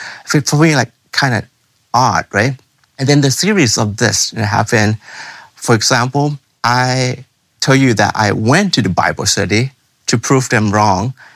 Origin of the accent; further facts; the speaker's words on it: Tennessee, United States; I'm from Tennessee, one day in Texas, and then seeing the University of Houston when I have to present my paper there.